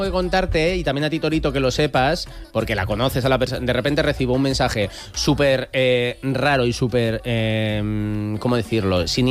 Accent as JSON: {"language": "Spanish", "town": "Vitoria", "region": "Basque Country", "country": "Spain"}